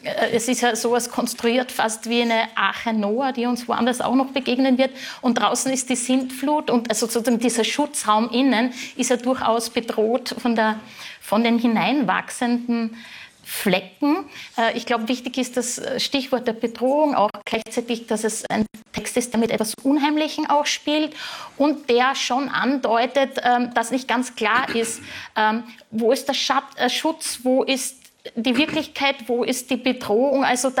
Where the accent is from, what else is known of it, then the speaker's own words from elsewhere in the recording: Austria; Was ich natürlich als Österreicherin sofort assoziiere